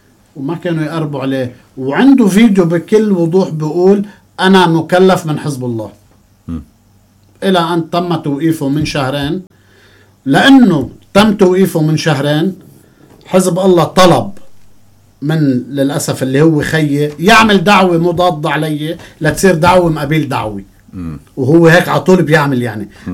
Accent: Beirut, Beirut Governorate, Lebanon; moved away; لأني أنا خلقت وربيت ببيروت ومعظم وقتي كان خارج لبنان.

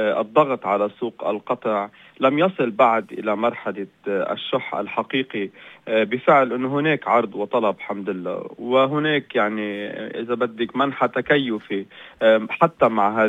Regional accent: Lebanon; نوصل لوقت نقول أنه دولتنا عم تشتغل بريك إيفن

